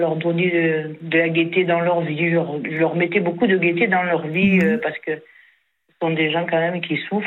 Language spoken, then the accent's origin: French; Bourgogne-Franche-Comté, France; born there; moved away; also born or lived in Marseille; je suis née en Saône-et-Loire, moi.